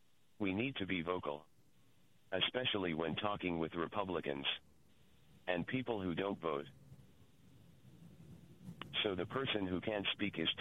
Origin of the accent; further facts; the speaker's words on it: Vermont, United States; I am from Vermont.